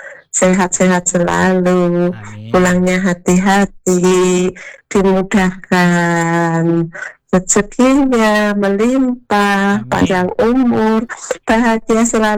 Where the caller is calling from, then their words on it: Wonosobo, Central Java, Indonesia; di Wonosobo.